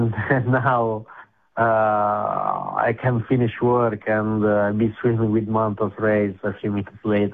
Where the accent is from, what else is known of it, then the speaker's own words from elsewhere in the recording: Milan, Lombardy, Italy; now in Coral Bay, Australia; So, yeah, I grew up in Milan, so you can imagine him in a city where I was surrounded by buildings.